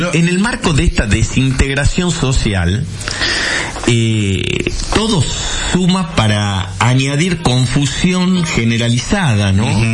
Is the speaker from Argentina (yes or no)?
yes; Argentina; somos o no somos racistas los argentinos